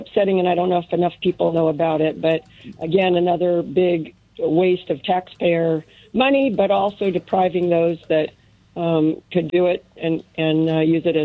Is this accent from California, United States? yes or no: yes; Whittier, California, United States; I was born and raised in Whittier.